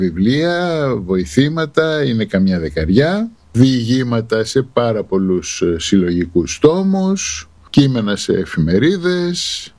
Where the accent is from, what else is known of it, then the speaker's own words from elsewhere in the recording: Athens, Attica, Greece; Έχω γεννηθεί στην Αθήνα, οι γονείς μου ήρθαν να σπουδάσουν μετά τον πόλεμο και μείνανε στην Αθήνα, οπότε εγώ μεγάλωσα στην Αθήνα.